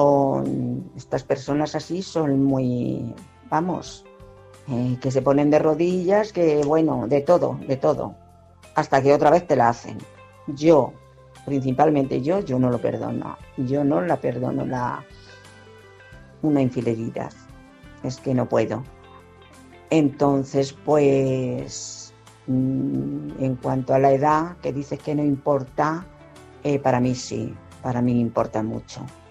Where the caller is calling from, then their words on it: Madrid, Community of Madrid, Spain; de Madrid.